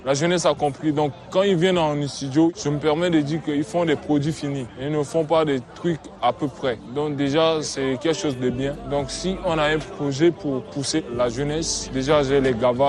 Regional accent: Chad; now in Côte d'Ivoire; Je viens du Tchad et je vis en Côte d'Ivoire.

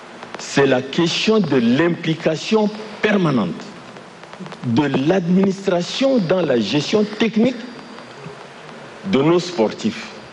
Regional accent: Chad; Pourquoi est-ce que le sport n'est pas du tout reluisant ici chez nous au Tchad?

